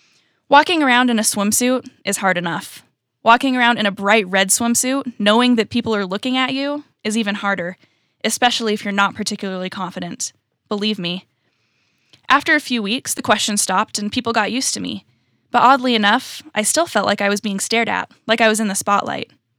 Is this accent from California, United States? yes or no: yes; California, United States; also born or lived in Utah / Virginia; I was born in Utah, but I was raised in California and in Virginia, and currently I'm a freshman at college.